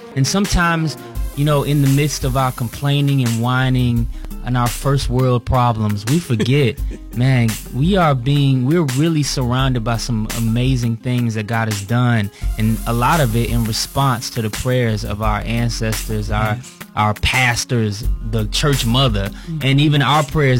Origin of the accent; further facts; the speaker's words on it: Chicago, Illinois, United States; That's my hometown.